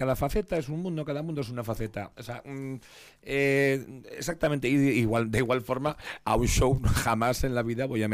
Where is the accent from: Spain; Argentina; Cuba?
Spain; Basque Country; somos vascos